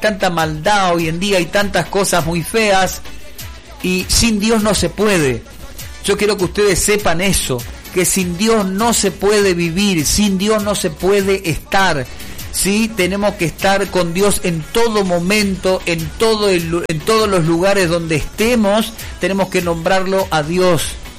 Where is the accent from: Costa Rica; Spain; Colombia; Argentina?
Argentina; Puerto Iguazú, Misiones; Yo amo a Iguazú con toda mi alma, yo amo a mi pueblo